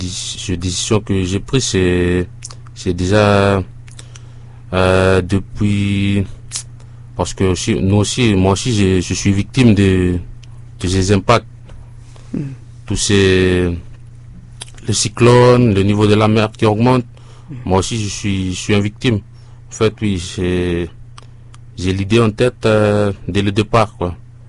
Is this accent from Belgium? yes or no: no; Santo, Sanma, Vanuatu; je suis originaire de Santo, dans le village de Porlerie.